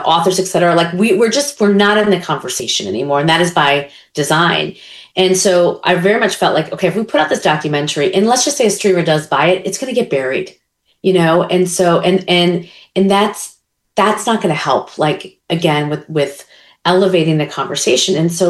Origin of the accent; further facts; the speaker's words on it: New York City, New York, United States; I think, look, I'm a New Yorker.